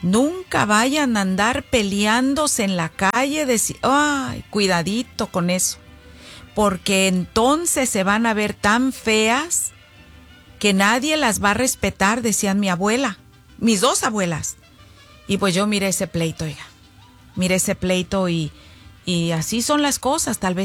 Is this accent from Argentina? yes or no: no; Zacualco de Torres, Jalisco, Mexico; now in United States; mi pueblo, Zacualco de Torres, Jalisco, que saludo con mucho gusto.